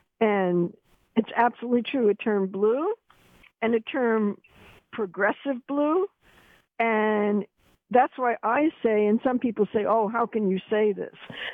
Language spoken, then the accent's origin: English; New York City, New York, United States; now in Oakland, United States; I grew up in New York City